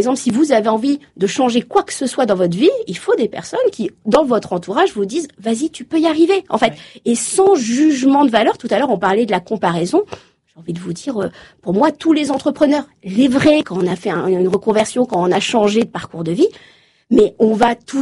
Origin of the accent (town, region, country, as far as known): Normandy, France